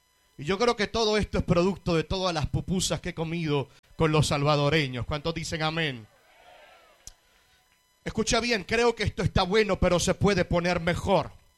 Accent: Puerto Rico; Soy originario de una pequeña isla llamada Puerto Rico.

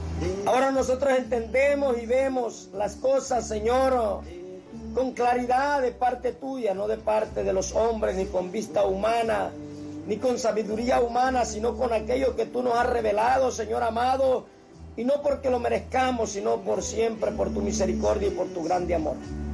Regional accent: Amapala, Valle, Honduras; born there; now in Puerto Cortés, Honduras; ya que nosotros somos nacidos en Amapala, pero en realidad hemos vivido bastante tiempo ahí en Cortés.

